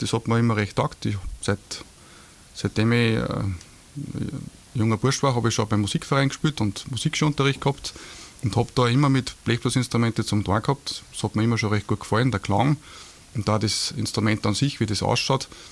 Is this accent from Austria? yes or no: yes; Dörnbach, Austria; Genau, ich bin sogar ursprünglich aus Dörnbach. Also Dörnbach ist wirklich meine Heimatort. Ich bin auch in dieselbe Volksschule gegangen wie ihr.